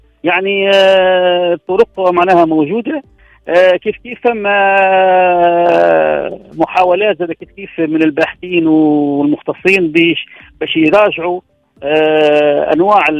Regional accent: Djerba, Medenine, Tunisia

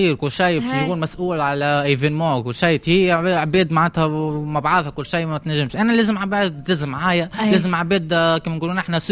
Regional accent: Tunisia; نشرف بلادي تونس

